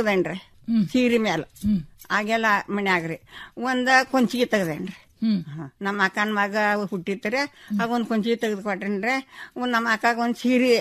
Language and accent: Kannada; Karnataka, India; ನಮ್ಮೂರು ಶೇಗುಣಶೇರಿ, 4ನೇ ತನಕ ಕಲ್ತೇನ್ರಿ.